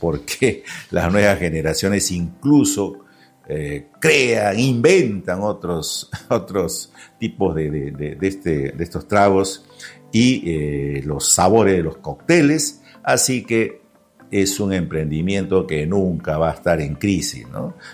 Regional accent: Peru; somos peruanos

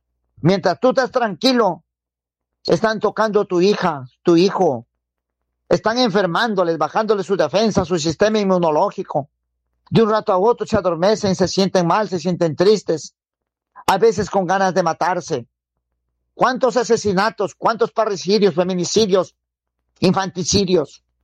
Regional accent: Huancabamba, Piura, Peru; now in Tarapoto, Peru; Yo soy de Huancabamba, siervos. Natural de Huancabamba, su … ex pastor evangélico. Estamos aquí en Tarapoto.

